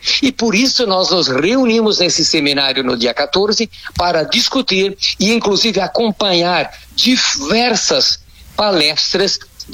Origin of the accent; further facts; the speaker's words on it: Brazil; nós, como brasileiros